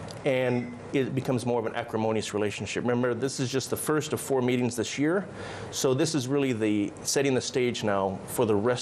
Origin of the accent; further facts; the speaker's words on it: Seattle, Washington, United States; I'm from Seattle.